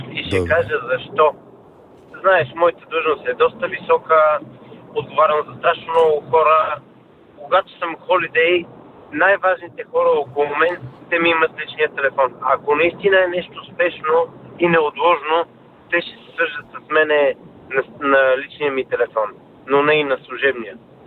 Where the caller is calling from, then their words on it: London, United Kingdom; Добро утро, Симо … съм от Лондон.